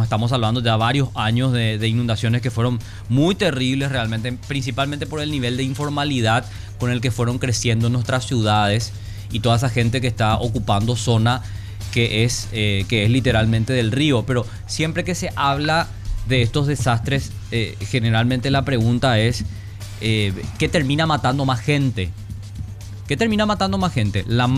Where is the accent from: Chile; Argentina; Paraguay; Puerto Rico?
Paraguay; como Paraguay, como paraguayo